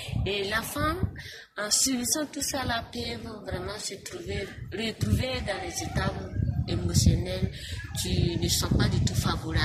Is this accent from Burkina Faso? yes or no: yes; Burkina Faso; Chez nous au Burkina Faso, surtout en Afrique.